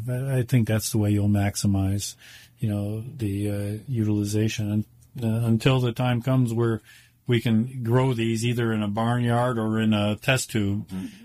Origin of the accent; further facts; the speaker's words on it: Buffalo, New York, United States; No, I grew up in Buffalo. My parents are still there.